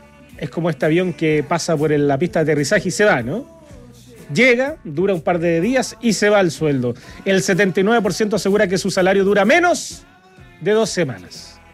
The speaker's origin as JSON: {"language": "Spanish", "town": "Retiro", "region": "Maule", "country": "Chile", "tie": "born or raised there", "said": "lindo pueblo, con linda gente, donde vive gente muy linda. Por ejemplo, mi familia. Oriundo, lo que somos oriundo de Retiro. Aguante, Retiro."}